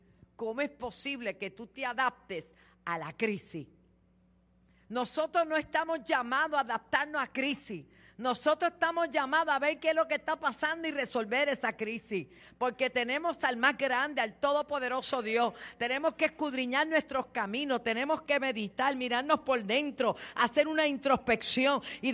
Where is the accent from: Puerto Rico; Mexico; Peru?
Puerto Rico; tú sabes, yo soy boricua, para que tú lo sepas.